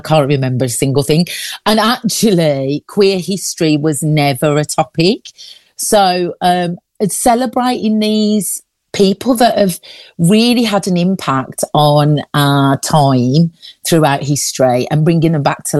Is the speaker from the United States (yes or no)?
no; Birmingham, West Midlands, United Kingdom; now in London, United Kingdom; because I am originally from Birmingham, although I have to emphasise that I now live in London because I'm a full-time drag king.